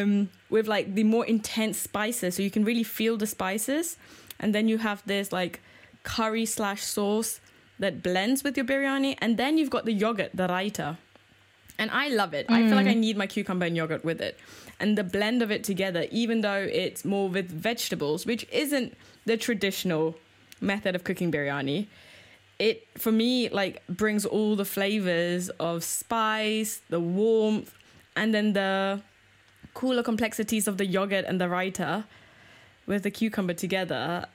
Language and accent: English; United Kingdom; born there; moved away as an adult; now in East Germany; UK born, to Singaporean Tamil parents, and to make my where are you from question even more complicated, I decided to move to East Germany